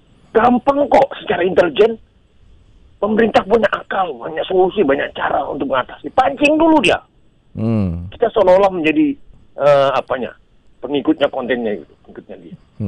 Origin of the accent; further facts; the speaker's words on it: Samarinda, East Kalimantan, Indonesia; Saya di Kalimantan Timur, Pak, minta maaf ya, saya di Samarinda, saya anak Samarinda.